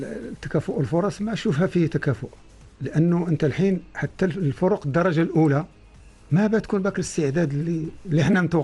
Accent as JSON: {"language": "Arabic", "country": "Oman", "said": "معنا في عمان."}